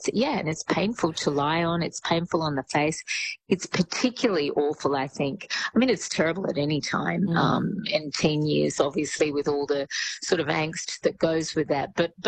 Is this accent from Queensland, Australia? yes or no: no; New South Wales, Australia; Yes, I'm from the Central Coast, Gary, so I understand what you're saying.